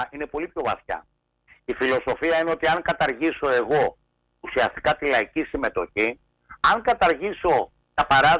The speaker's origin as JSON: {"language": "Greek", "town": "Oktonia", "region": "Central Greece", "country": "Greece", "said": "Εγώ κατάγομαι από την Οκτωνιά. Πήγαινε σήμερα να δεις την Οκτωνιά. Ένα καφενείο και τέσσερα σπίτια. Αυτό που κάποτε ήταν κεφαλοχώρι."}